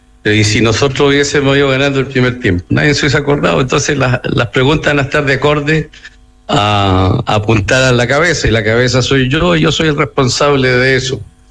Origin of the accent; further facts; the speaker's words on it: Antofagasta, Chile; yo soy antofagastino y nunca como antofagastino he bajado los brazos en mi carrera.